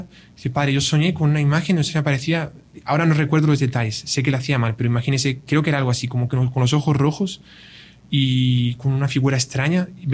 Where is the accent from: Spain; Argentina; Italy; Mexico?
Spain; also born or lived in Brazil; now in El Salvador; en Brasil yo estuve mucho tiempo, aunque soy de España y estoy ahora en El Salvador